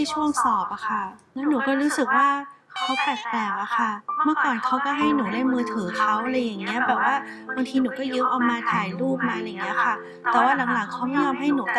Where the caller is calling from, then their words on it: On Nut, Bangkok, Thailand; บ้านอยู่อ่อนนุชค